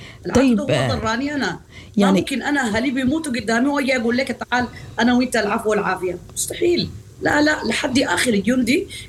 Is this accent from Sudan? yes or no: yes; Sudan; وكلنا سودانيين